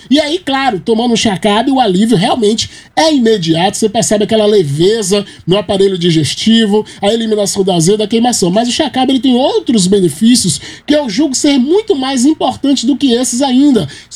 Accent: Bahia, Brazil; sou da Bahia

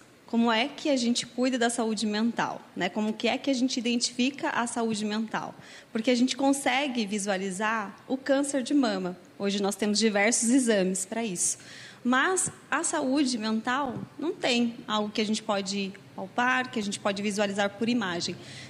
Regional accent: Campinas, São Paulo, Brazil; Eu sempre gosto de voltar um pouquinho minha trajetória. Eu sou natural de Campinas.

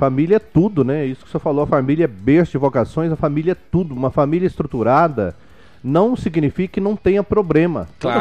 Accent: Durandé, Minas Gerais, Brazil; born there; moved away; Eu sou natural de Durandé, quando eu nasci era Manhumirim, o município Durandé era distrito, em 1992 passou a município, na época era 5 mil habitantes, hoje tem média de 8 mil habitantes

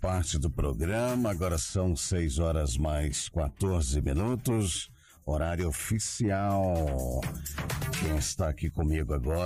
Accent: Goiás, Brazil; Eu nunca saí do Goiás, assim, já fui na Aparecida do Norte, mas fala assim, saí para vários estados, ainda não.

